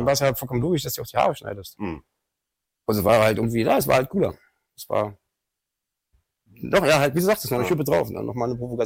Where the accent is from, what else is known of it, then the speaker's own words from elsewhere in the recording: Berlin, Germany; Geboren in Schöneberg, groß geworden in Kreuzberg.